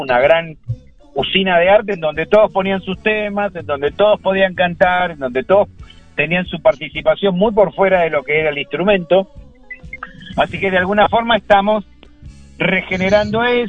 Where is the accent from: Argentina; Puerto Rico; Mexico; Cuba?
Argentina